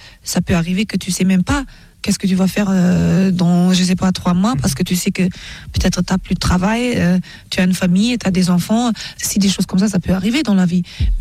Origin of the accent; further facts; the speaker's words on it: Germany; j'aime les bretzels aussi parce que j'ai grandi en Allemagne et j'aime le foufou et le okra et le égoussi de Nigeria.